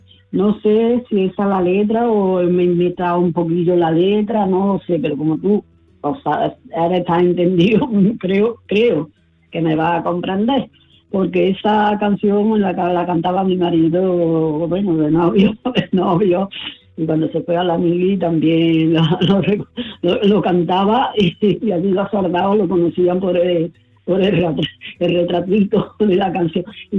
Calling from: Córdoba, Andalusia, Spain; Buenas tardes, mira … de Córdoba.

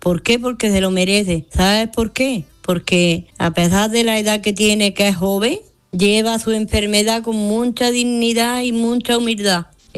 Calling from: Granada, Andalusia, Spain; Hola Manolo, te llamo otra vez. … de Granada y te llamo para felicitar a mi sobrino Antonio.

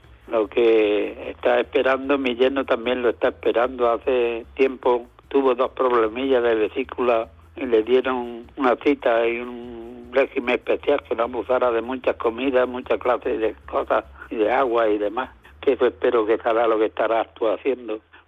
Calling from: Almuñécar, Andalusia, Spain; de Almuñécar.

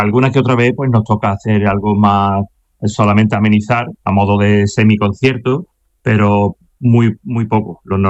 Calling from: Olivares, Andalusia, Spain; Pues ahora en casa, en el pueblo, en Olivares.

